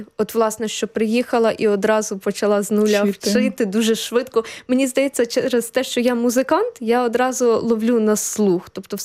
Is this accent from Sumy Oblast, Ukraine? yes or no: no; Ternopil Oblast, Ukraine; moved away as an adult; also born or lived in Kyiv; Я сама із Тернопільської області родом, але я вже в Києві спочатку навчалась, потім працювала